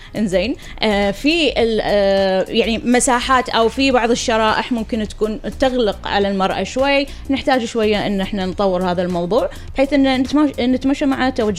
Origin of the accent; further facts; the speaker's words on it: Kuwait; عندنا بالكويت